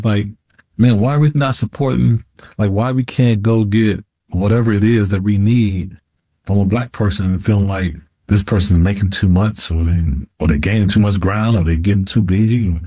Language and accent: English; East Chicago, Indiana, United States; moved away as an adult; also born or lived in Kansas City; now in Twin Cities, United States; I was a transplant from Kansas City. I grew up in East Chicago, Indiana. And when I moved here, I was married at the time and I had one child.